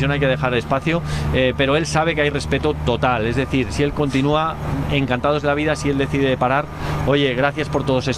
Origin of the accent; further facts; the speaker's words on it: Barcelona, Catalonia, Spain; accent: little Catalan accent; Yo soy de Barcelona, pero tengo tengo poco acento catalán.